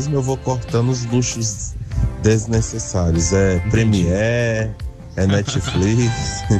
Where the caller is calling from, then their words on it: Gama, Federal District, Brazil; Tô falando aqui do Gama, respondendo a enquete.